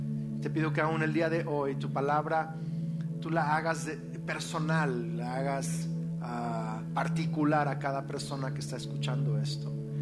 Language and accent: Spanish; Lázaro Cárdenas, Michoacán, Mexico; Pero yo crecí en Lázaro Cárdenas, Michoacán, de niño, y ahí sí el agua servía siempre porque había mucha enfermedad por eso.